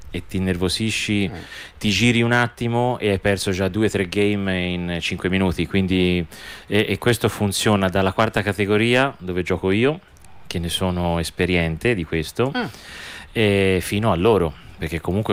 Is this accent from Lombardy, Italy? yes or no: no; Tuscany, Italy